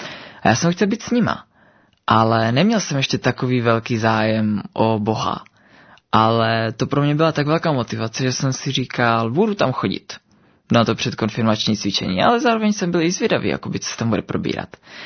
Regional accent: Vsetín, Zlín Region, Czechia; born there; narodil jsem se na Vsetíně, v srdci Valašska

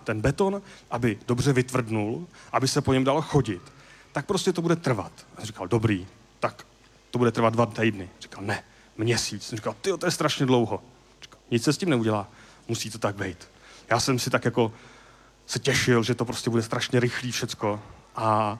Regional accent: Prague, Czechia; já jsem z Prahy

